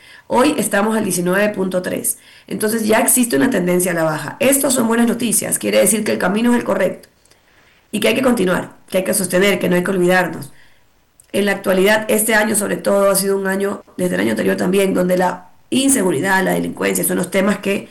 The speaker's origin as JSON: {"language": "Spanish", "country": "Ecuador"}